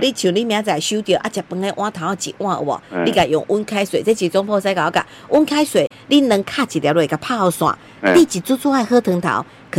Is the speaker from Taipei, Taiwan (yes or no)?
no; Huatan, Changhua County, Taiwan; 我知道，我较早嘛住花坛，